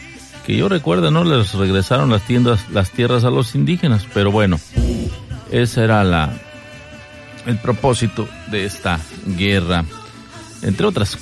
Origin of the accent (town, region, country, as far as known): Hidalgo, Mexico